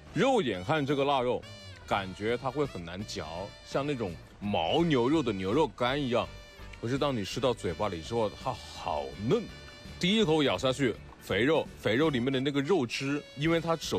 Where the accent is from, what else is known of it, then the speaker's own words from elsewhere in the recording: Changsha, Hunan, China; 作为一个长沙人，鸭子吃的太多了